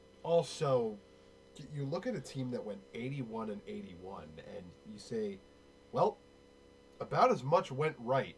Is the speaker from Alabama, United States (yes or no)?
no; Manchester, New Hampshire, United States; born there; It's really something special for me because you know I was born in Manchester, so.